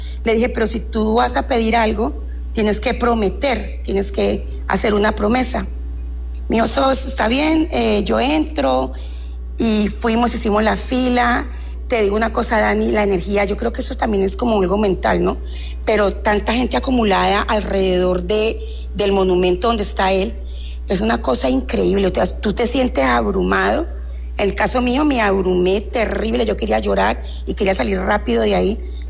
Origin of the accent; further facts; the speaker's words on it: Palmira, Valle del Cauca, Colombia; moved away; also born or lived in Cali; yo soy de Cali, pero me crié en la ciudad de Palmira